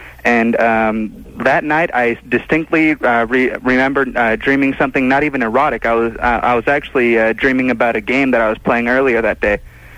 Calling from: Los Angeles, California, United States; I'm in Northridge, California. Or, not Northridge, North Hollywood

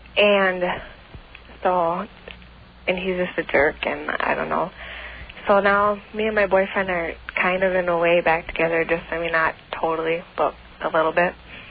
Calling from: Coon Rapids, Minnesota, United States; From Coon Rapids

